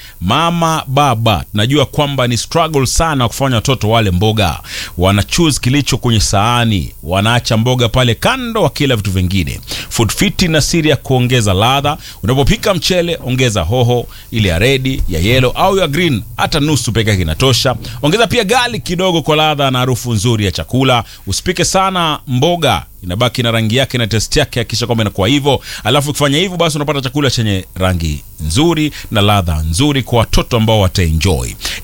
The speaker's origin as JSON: {"language": "Swahili", "country": "Kenya", "said": "kama Mkenya bwana"}